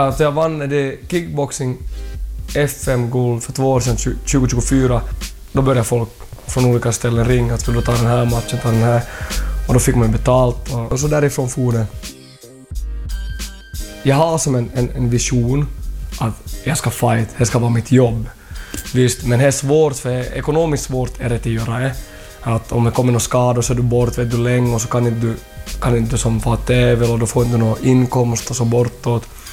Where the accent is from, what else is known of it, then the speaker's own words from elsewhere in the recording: Jakobstad, Ostrobothnia, Finland; also born or lived in Bangkok, Thailand; Min uppväxt i Jakobstad, rörig.